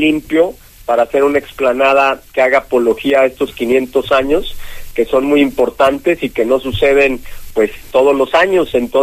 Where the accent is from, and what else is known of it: Mexico